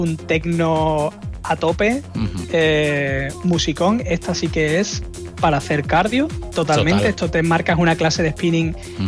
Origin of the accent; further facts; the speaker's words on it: Andalusia, Spain; Y digo raves y no raves porque somos andaluces, lo siento, decimos raves.